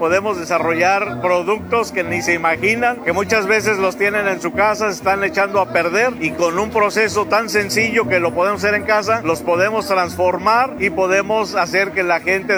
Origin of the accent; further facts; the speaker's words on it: Mixquiahuala, Hidalgo, Mexico; Venimos del municipio de Mixquiahuala, Hidalgo.